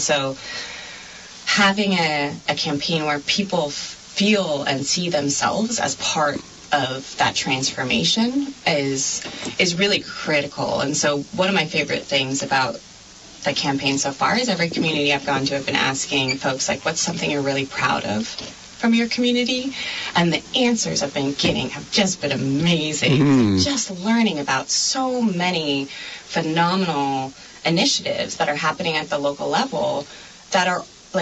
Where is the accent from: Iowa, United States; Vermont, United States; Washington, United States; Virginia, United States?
Vermont, United States; Strafford; But I think for me, probably the defining experience of growing up in Vermont was, or in Stratford, was town meeting.